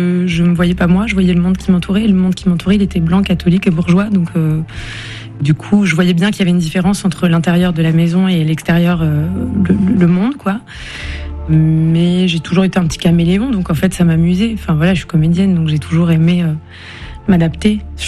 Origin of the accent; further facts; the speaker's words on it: France; je me sentais française d'origine algérienne. Et aujourd'hui, je me sens vraiment algérienne de France.